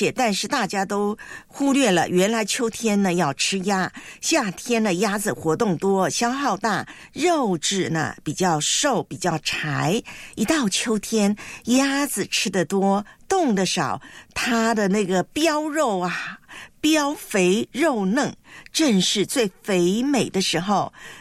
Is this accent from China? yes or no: no; Taiwan; moved away; 我的老家台湾